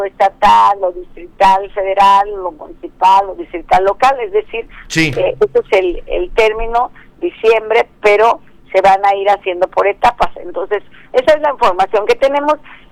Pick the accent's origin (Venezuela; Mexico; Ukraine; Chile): Mexico; Guerrero; Yo soy guerrerense, soy del pueblo, vengo de una familia campesina, soy del pueblo guerrerense